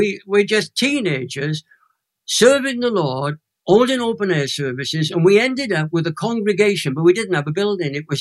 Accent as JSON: {"language": "English", "town": "Crosskeys", "region": "Wales", "country": "United Kingdom", "tie": "born or raised there"}